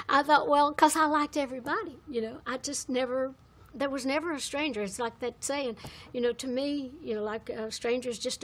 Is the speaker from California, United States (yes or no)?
no; Tennessee, United States; moved away; they had shows in Knoxville, which was just 40 miles from my hometown.